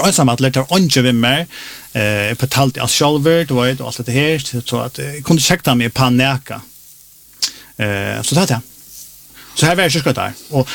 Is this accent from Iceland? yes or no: no; Denmark; Swedish is a second language; Kjallt om jag är danska rutschborgare, jag har danspass.